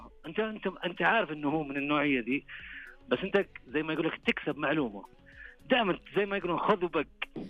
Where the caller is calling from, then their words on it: Abha, Asir, Saudi Arabia; أنا أكلمك من أبها